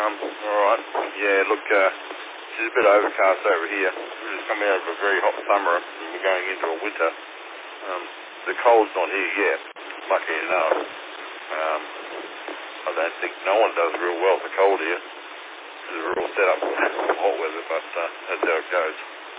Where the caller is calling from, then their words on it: Renmark, South Australia, Australia; I'm calling from Renmark on the beautiful River Murray in South Australia, Australia, down under there